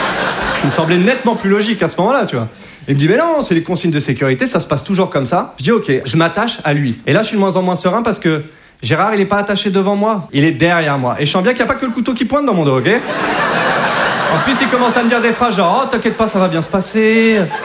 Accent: Hauts-de-France, France; Je ne suis pas de Paris à la base. Moi, je viens de Picardie.

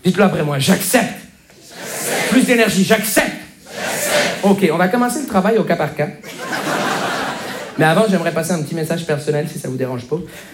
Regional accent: Montreal, Quebec, Canada; Bonjour, je me présente … Je viens de Montréal.

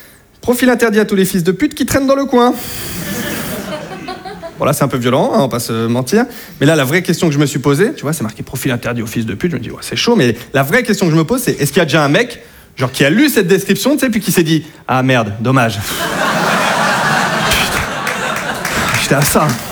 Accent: Hauts-de-France, France; parce que chez moi, en Picardie, voilà, entre voisins, franchement, il y a une bonne ambiance.

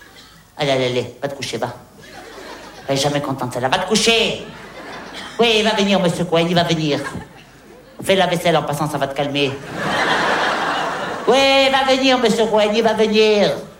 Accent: Hauts-de-France, France; Ben, je dis non, je suis pas de Tunisie. Vous êtes d'Algérie. Mais non, je suis du Pas-de-Calais.

